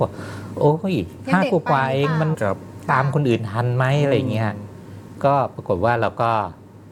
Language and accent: Thai; Bangkok, Thailand; เกิดในกรุงเทพฯ